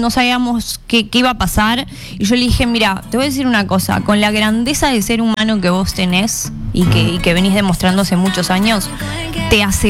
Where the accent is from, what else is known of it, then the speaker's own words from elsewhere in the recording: Uruguay; moved away; also born or lived in Peru; porque por más que soy una artista uruguaya, siento que soy una artista uruguaya que ha sido forjada aquí, ¿no? En Perú, artísticamente.